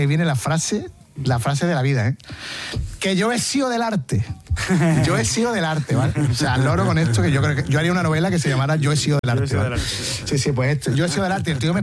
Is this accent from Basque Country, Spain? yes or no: no; Jerez, Andalusia, Spain; Y digo, yo soy de Jerez.